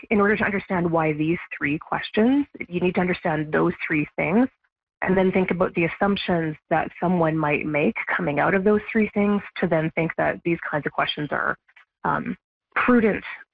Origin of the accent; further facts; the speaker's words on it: Canada; second generation Canadian, but I am blonde and blue eyed.